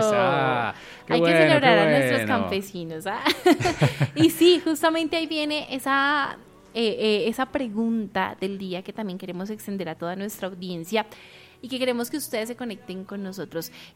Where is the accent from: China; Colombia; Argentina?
Colombia; para nosotros como colombianos